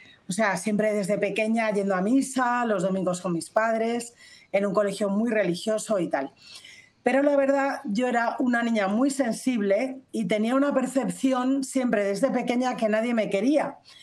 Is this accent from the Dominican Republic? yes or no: no; Spain; soy española, tengo 62 años, nací en el 64